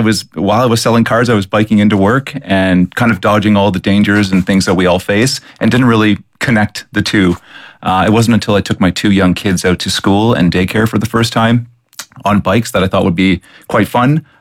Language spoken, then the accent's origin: English; Ontario, Canada; I'm from Ontario